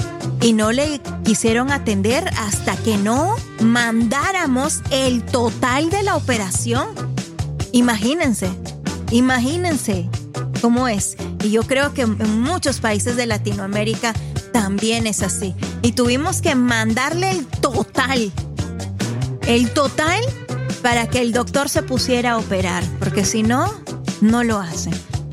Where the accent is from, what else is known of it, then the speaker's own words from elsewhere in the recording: Peru; moved away; En mi país, en Perú